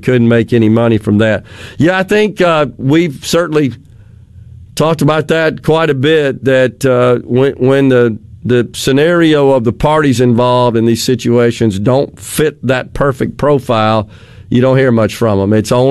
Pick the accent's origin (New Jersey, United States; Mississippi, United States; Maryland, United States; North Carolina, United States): Mississippi, United States; Jackson; when I was younger, growing up in Jackson.